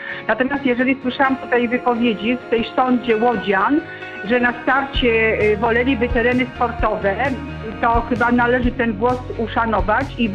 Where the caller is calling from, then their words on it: Łódź, Łódź Voivodeship, Poland; Jako łodzianka